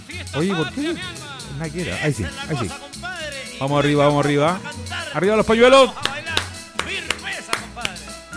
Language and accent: Spanish; Chile